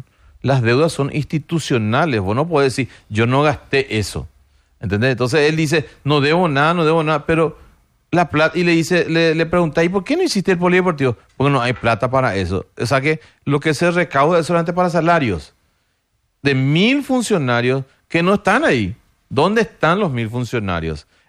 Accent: Lambaré, Central, Paraguay; Pero nosotros en Lambaré ya ocupamos esa...

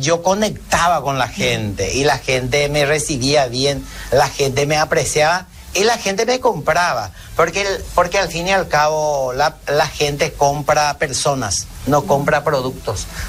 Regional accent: Eugenio A. Garay, Guairá, Paraguay; moved away; yo vine de la campaña de Eugenio Agaray, de a 40 kilómetros de Villarrica, frente mismo al Cerro de Uiturusú, ahí por donde se sube al Cerro Tres Candú. Ahí yo nací y de una familia de agricultor

